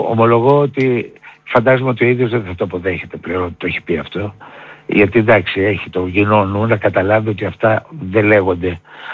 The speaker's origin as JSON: {"language": "Greek", "country": "Greece", "said": "Απλά μιλώ σαν ένας Έλληνας που αγωνιά για τη χώρα του."}